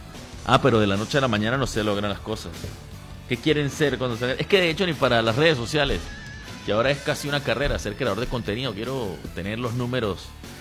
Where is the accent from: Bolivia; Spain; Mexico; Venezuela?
Venezuela